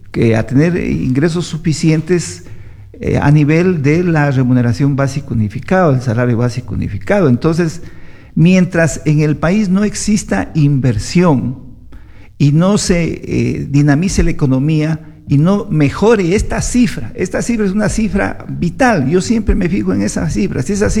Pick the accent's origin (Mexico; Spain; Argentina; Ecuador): Ecuador; Aspiremos como ecuatorianos